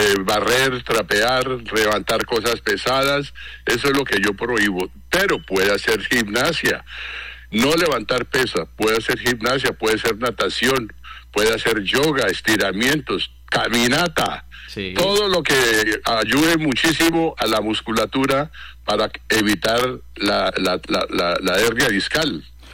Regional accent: Villavicencio, Meta, Colombia; Yo vengo hace aquí 15 años. Además, soy hijo de Villavicencio

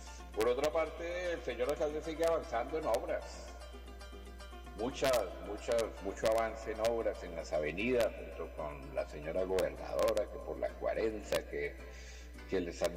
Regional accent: San Martín, Meta, Colombia; born there; moved away; also born or lived in Villavicencio; compañero de mi pueblo San Martinero

